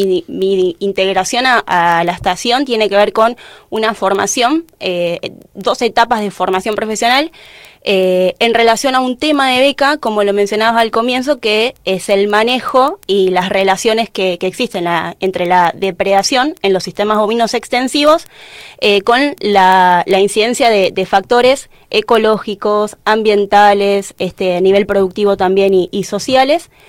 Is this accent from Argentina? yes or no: yes; Lomas de Zamora, Buenos Aires Province, Argentina; moved away as an adult; now in Río Gallegos, Argentina; vengo de la provincia de Buenos Aires. Ya hace un tiempito, un mes y pico, que vine a vivir a la provincia, acá a Santa Cruz, a Río Gallegos específicamente